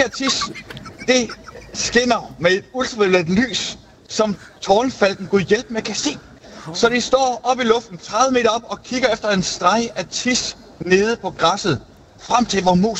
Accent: Region of Southern Denmark, Denmark; og nu er jeg fra Fyn, og alting er en han.

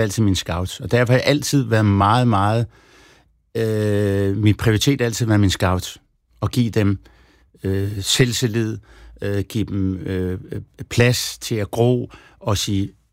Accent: Copenhagen, Capital Region of Denmark, Denmark; Fordi det er der, hvor jeg kommer fra. Jeg kan huske, da de lavede den, det var en LP dengang, og det var det første nummer på... og da det blev … Christianshavn.

